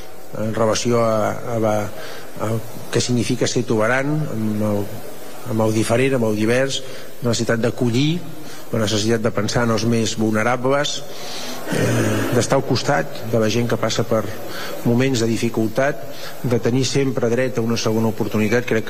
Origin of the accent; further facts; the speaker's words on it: Catalonia, Spain; esta ambición colectiva que tenemos como catalanes